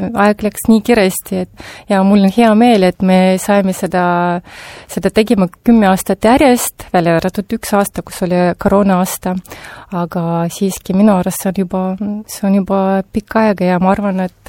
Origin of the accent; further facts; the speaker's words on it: Narva, Ida-Viru County, Estonia; born there; ma olen sündinud Narvas